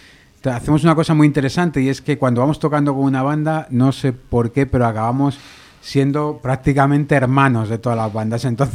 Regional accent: Madrid, Community of Madrid, Spain; now in Daganzo, Spain; yo, aunque llevo 20 y tantos años en Daganzo, soy de Barrio del Pilar.

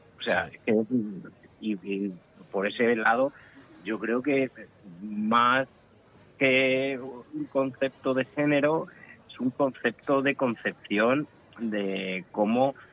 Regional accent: Leganés, Community of Madrid, Spain; soy de Leganés

